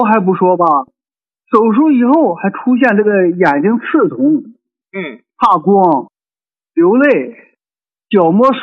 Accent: Hebei, China; 我家是河北的，是个老患者了、

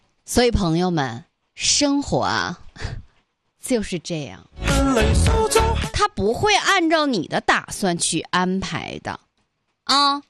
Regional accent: Northeast China, China

